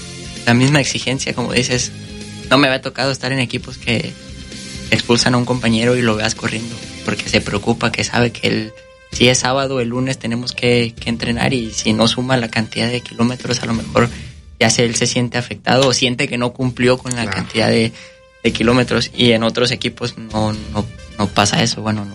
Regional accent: Mazatlán, Sinaloa, Mexico; now in Veracruz, Mexico; soy de Mazatlán

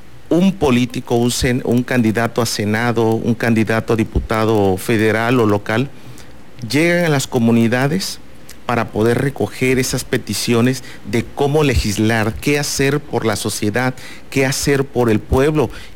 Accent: Tabasco, Mexico; Nosotros todos somos mexicanos, todos somos tabasqueños.

